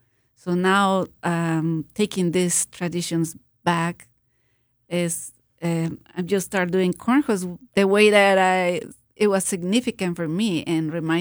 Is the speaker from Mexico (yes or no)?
yes; Mexico; moved away as an adult; I come from Mexico, so it's very traditional. And it's just that I miss so much my culture and my roots. I've been living here for 20 years